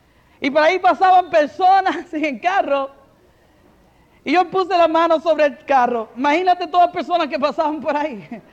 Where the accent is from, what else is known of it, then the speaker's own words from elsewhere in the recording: Barranquitas, Puerto Rico; moved away; Yo me crié en Barranquitas. O sea, corrí por todo eso por allí.